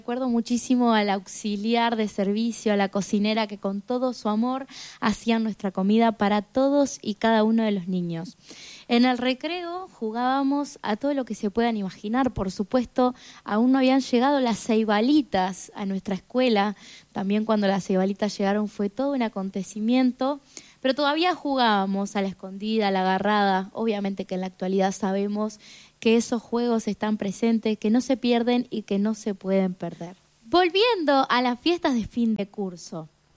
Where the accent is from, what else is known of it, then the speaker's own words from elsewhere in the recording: Sarandí Grande, Florida, Uruguay; Soy de Sarandí Grande, del departamento de Florida. Y desde esta hermosa ciudad los estoy saludando.